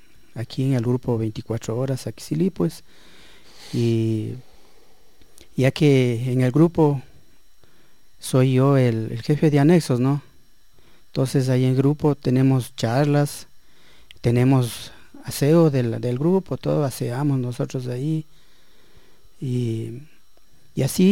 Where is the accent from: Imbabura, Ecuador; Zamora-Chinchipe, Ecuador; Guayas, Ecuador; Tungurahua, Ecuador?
Tungurahua, Ecuador; De la provincia de Tungurahua.